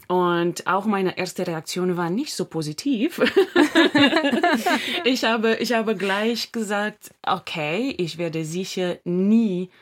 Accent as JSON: {"language": "German", "country": "Romania", "second_language": "German", "moved": "as an adult", "lives_now": "Berlin, Germany"}